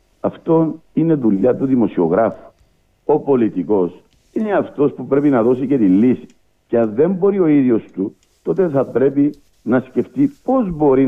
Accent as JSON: {"language": "Greek", "town": "Paphos", "region": "Paphos District", "country": "Cyprus", "said": "έχω ιδιαίτερη ευαισθησία για την πόλη μου σε κοινωνικά αλλά και σε ευρύτερα θέματα τα οποία ταλανίζουν τον τόπο μας, την Πάφο μας και την κοινωνία μας."}